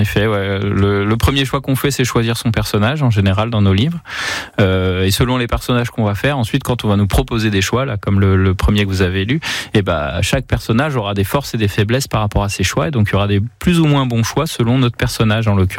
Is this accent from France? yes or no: yes; Saint-Martin-d'Uriage, Auvergne-Rhône-Alpes, France; On vient de Saint-Martin-du-Riage et on a grandi ensemble, du coup, depuis la première section de maternelle là-bas.